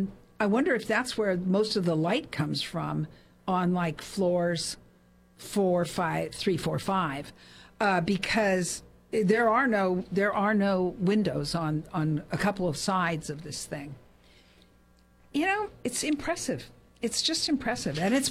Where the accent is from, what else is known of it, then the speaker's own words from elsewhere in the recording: United States; I'm another American with a fairly short attention span.